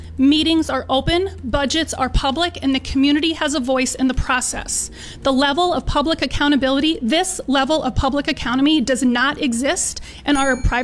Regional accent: Cedar Rapids, Iowa, United States; now in Fargo, United States; including my home state of Iowa. My hometown district of Cedar Rapids

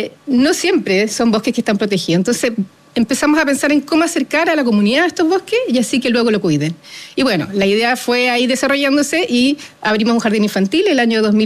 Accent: Concepción, Biobío, Chile; born there; also born or lived in Santiago; now in Valdivia, Chile; Yo hace 15 años que vivo en Valdivia. Yo nací en Concepción, viví en Santiago. Y ahora estoy en Valdivia hace 15 años.

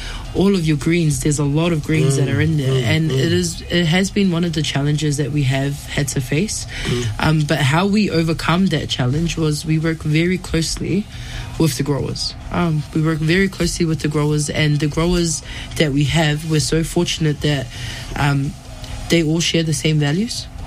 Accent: New Zealand; I am American Samoan Tongan, born and raised in New Zealand

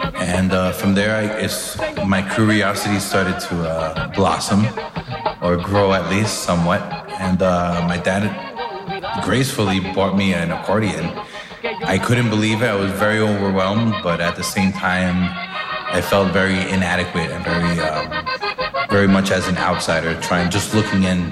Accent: Colombia; now in United States; There's no doubt in my mind that I'm Colombian. But there's no doubt in my mind that I'm American as well.

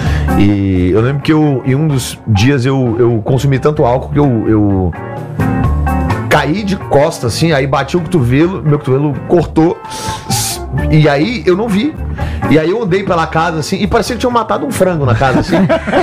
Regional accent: Brazil; Eu sou humorista brasileiro, é isso que eu

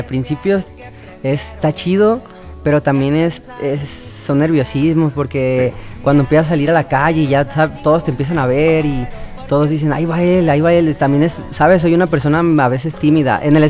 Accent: Guadalajara, Jalisco, Mexico; Soy tapatío 100%, 100%.

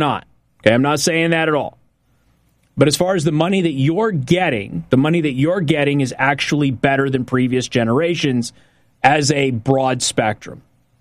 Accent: Logansport, Indiana, United States; Casey, I grew up in Logansport.

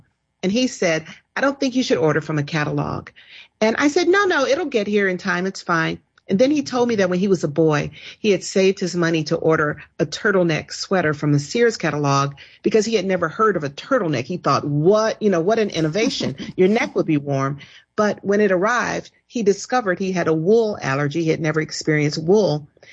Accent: Southern United States, United States; You know, as a Southerner, everyone's always saying, oh, you know, Southern families are such great storytellers.

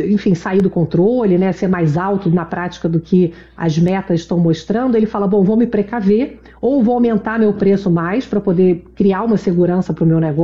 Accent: Brazil; Como eu não entendo de futebol e sou brasileira, né?

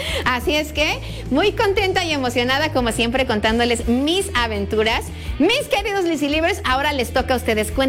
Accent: Mexico; porque somos mexicanos, porque amamos nuestro país.

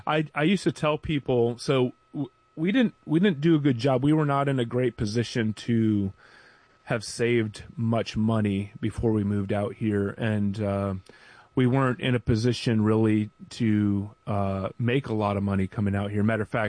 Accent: South Carolina, United States; because where I grew up in South Carolina, when we talked about diversity, it was just primarily, you know, Caucasian and Black, and that was it.

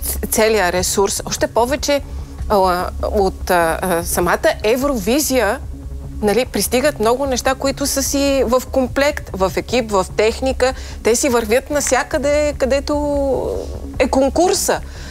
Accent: Kyustendil, Kyustendil Province, Bulgaria; моя роден град също би се справил блестящо, макар да не е кандидат. Аз съм от Кюстендил. Прекрасен град е Кюстендил.

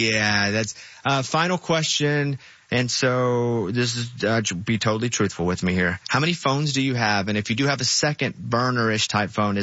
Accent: Arkansas, United States; I'm from Arkansas. Like, that's what we have. We don't have pro. We have the University of Arkansas.

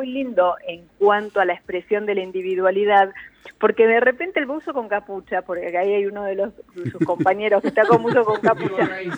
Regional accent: Argentina; Y nosotros creo que como argentinos tenemos que hacer algo con el tema de los calces

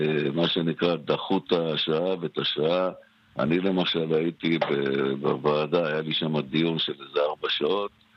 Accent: Jerusalem, Jerusalem District, Israel; אני ירושלמי

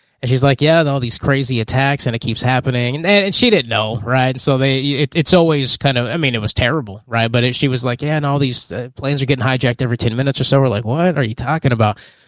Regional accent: New Mexico, United States; I'm from Southern New Mexico, and I was going to school at a college, Eastern New Mexico, and we're 2 hours behind. This is mountain time, right?

